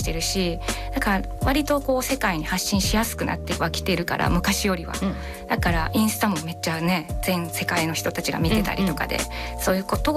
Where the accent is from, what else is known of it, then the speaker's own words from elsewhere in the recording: Kyoto, Japan; 京都、まあ、出身で京都住んでたっていうのもあって、ちょっと日本の文化がすごい周りに溢れてて。